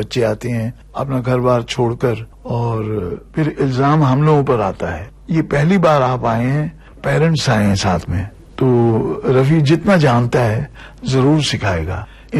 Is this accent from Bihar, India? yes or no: no; Amritsar, Punjab, India; मैंने कहा जी मैं पंजाब से हूँ। अरे बोले पंजाब से कहाँ से। मैं कहा जी मैं अमृतसर से हूँ।